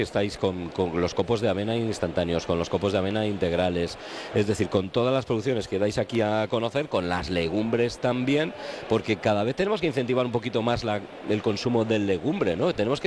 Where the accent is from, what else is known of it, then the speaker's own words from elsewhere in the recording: Castile and León, Spain; ¿somos conscientes los castellanos y leoneses de ese potencial que tenemos en nuestras frutas